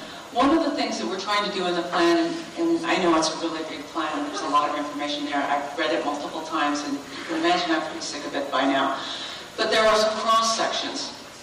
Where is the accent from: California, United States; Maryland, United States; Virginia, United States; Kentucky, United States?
California, United States; Torrance; I grew up here, and I grew up in Torrance.